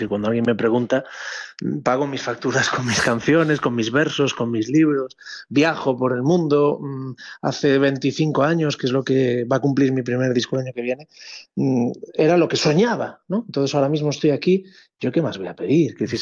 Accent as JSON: {"language": "Spanish", "town": "Ferrol", "region": "Galicia", "country": "Spain", "said": "me siento aún más en casa, que soy de Ferrol"}